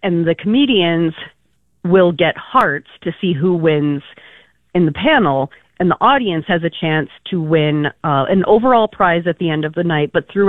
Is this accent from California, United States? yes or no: no; Rapid City, South Dakota, United States; I'm from Rapid City, South Dakota. We're kind of in the same boat. We don't always have a bunch of different things to choose from.